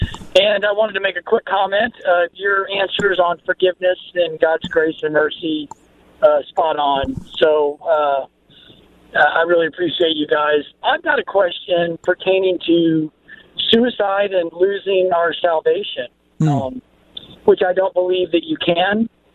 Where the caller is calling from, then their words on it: Oskaloosa, Iowa, United States; I'm calling from Iowa, actually. I'm Oskaloosa, Iowa.